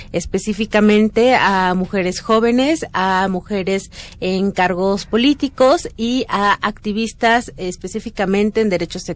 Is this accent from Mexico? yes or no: yes; Hidalgo, Mexico; now in Mexico City, Mexico; Soy de Hidalgo, soy originaria de ¿dónde eres? Soy originaria de la comunidad del Mejay, en el Valle del Mezquital, y migré acá a la Ciudad de México desde hace más de 15 años, entonces también ya soy un poco también de acá de la Ciudad de México.